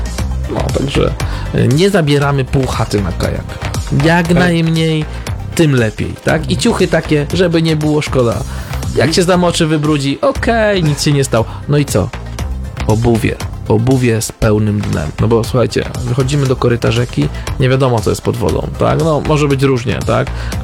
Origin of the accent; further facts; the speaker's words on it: Lubusz Voivodeship, Poland; born there; also born or lived in Dąbrowa Górnicza, Silesian Voivodeship; pochodzę z Dąbrowy Górniczej. Ale tu zostałem przywieziony przez rodziców w latach 70., kiedy miałem 7 lat.